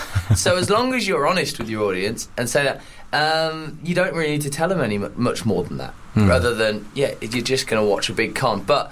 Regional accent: Birmingham, West Midlands, United Kingdom; I'm from Birmingham and we're British.

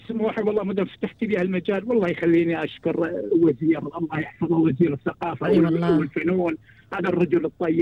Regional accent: Qatar; born there; انا ما انسى قريتي قريه مغيخ

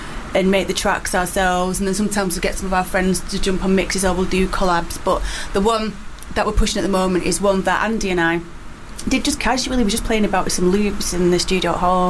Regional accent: Manchester, North West England, United Kingdom; because we're from Manchester, we live 2 miles away from each other

